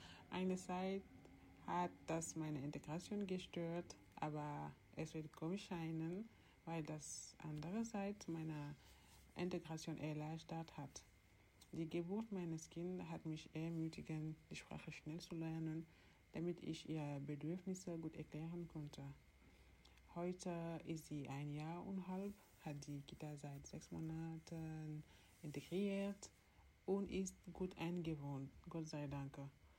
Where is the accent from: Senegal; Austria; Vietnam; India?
Senegal; German is a second language; moved away as an adult; now in Germany; ich komme aus dem Senegal. Ich bin 31 Jahre alt. Ich bin in Deutschland im Juni 2024 angekommen, also 3 Jahre und 3 Monate genau